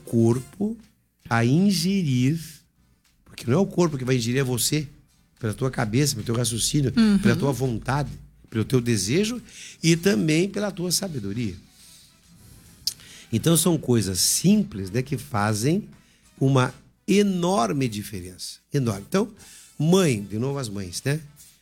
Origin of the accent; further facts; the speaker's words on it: Curitiba, Paraná, Brazil; moved away; Lá na minha terra, Curitiba, chama de Madalena.